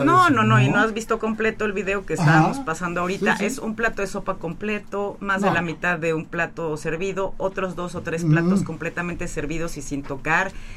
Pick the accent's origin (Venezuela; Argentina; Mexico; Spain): Mexico; Porque así somos los mexicanos.